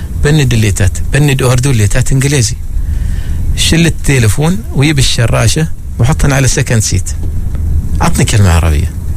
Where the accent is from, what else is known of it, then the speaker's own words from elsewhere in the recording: Oman; معروف إحنا في سلطنة عمان ويعني وهذا حقيقة، ما لأني أنا تو عماني وبامدح عمان لا، هذا حقيقة واقعة.